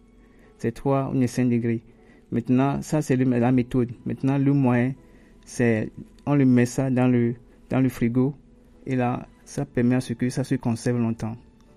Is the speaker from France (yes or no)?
no; Togo; chez nous, en Afrique, bien au Togo